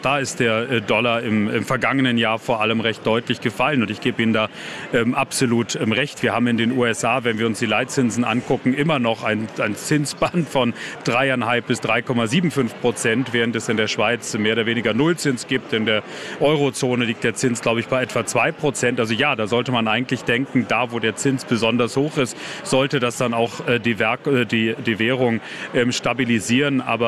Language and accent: German; Germany; Also ich komme aus Deutschland.